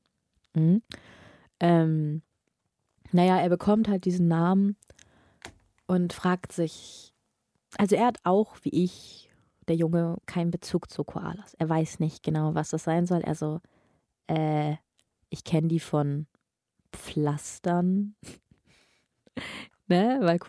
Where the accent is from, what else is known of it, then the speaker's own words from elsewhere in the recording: Oldenburg, Lower Saxony, Germany; Ich dachte damals auch nicht, ich komme ja aus Oldenburg, dass es da auch so groß ist, aber es ist riesig.